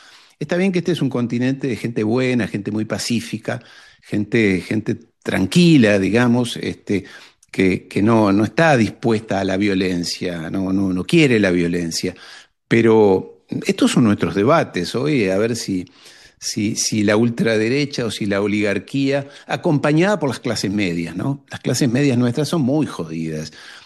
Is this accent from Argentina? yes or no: no; Uruguay; como uruguayo que soy.